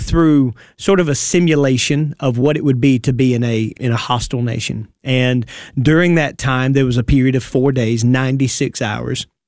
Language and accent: English; Wayne County, United States; I've served two churches, Big Creek Baptist Church in Wayne County. I grew up in Wayne County and then started pastoring right out of high school.